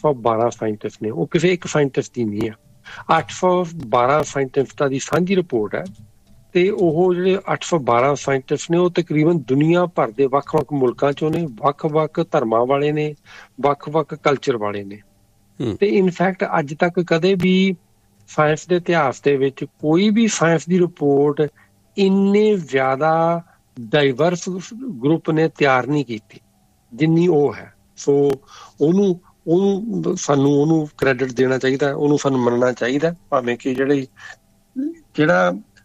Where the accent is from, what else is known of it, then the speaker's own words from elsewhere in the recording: Amritsar, Punjab, India; ਮੈਂ ਹਾਂਜੀ ਮੈਂ ਵੀ ਉਸ ਵਿੱਚ ਜੰਮਿਆ ਪੜਿਆ, 22 ਸਾਲ ਤੱਕ ਮੈਂ ਉੱਥੇ ਰਿਹਾ